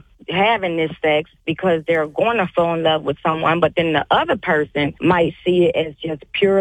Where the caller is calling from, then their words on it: Fayetteville, United States; I'm calling from Fayetteville.